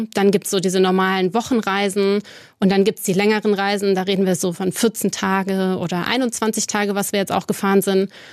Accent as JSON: {"language": "German", "region": "Bavaria", "country": "Germany", "tie": "born there", "also_born_or_lived": "Mannheim", "moved": "yes", "said": "Und habe da meine ersten Lebensjahre auch verbracht. Und dann sind wir aus familiären Gründen zur Familie meiner Mama nach Oberfranken, nach Bayern gezogen. Und ich habe meine Ferien aber immer hier verbracht, bei meinen Großeltern am Rhein."}